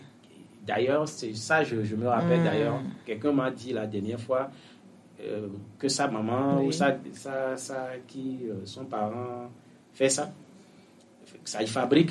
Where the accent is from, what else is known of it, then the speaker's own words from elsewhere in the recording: Togo; chez nous, au Togo